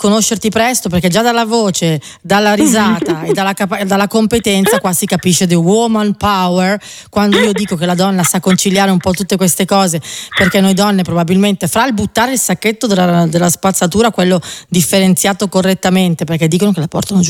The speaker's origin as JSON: {"language": "Italian", "region": "Lombardy", "country": "Italy", "said": "Lo dico da lombarda."}